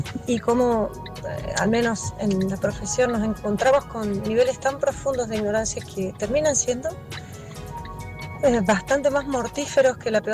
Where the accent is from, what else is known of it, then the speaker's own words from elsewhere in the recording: Argentina; Ya que en nuestro caso, al menos como argentinos, tenemos terreno mucho